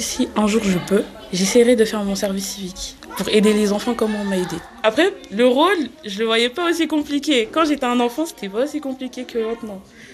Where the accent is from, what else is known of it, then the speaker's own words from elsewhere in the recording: Grigny, Île-de-France, France; J'ai grandi à la Grande Borne. J'habite vraiment à 100 minutes d'ici.